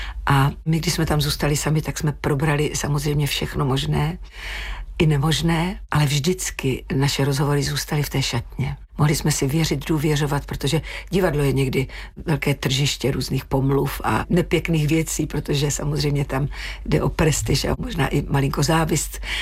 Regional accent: Vsetín, Zlín Region, Czechia; moved away; já jsem Valach. Já jsem Vsetíňačka.

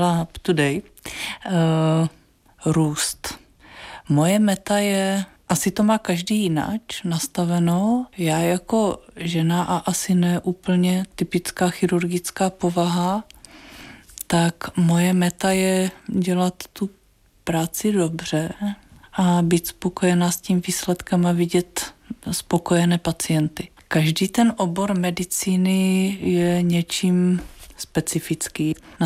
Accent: Zlín Region, Czechia; also born or lived in Žilina, Slovakia; Já myslím, že já jsem se narodila teda na Slovensku. Vyrostla jsem na Valašsku

